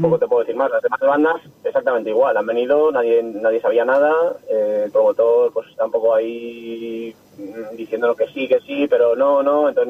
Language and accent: Spanish; León, Castile and León, Spain; ya sabes que yo y Humbert, mi hermano, somos de León, estamos aquí en la provincia